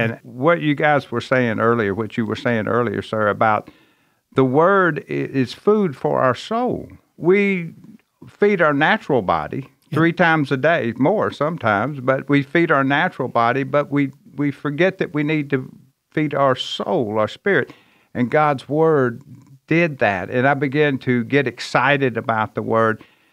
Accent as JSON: {"language": "English", "town": "Harrisburg", "region": "Arkansas", "country": "United States", "tie": "born or raised there", "also_born_or_lived": "Memphis, Tennessee", "said": "But no, I grew up in a small town in Arkansas, northeast Arkansas, called Harrisburg. Out in the country, country boy, grew up, was raised in church all my life"}